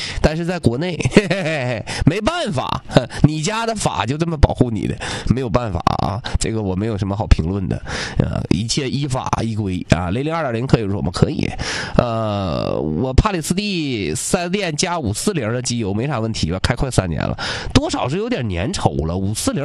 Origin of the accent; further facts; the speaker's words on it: Northeast China, China; 我们东北的，东北冬天特别冷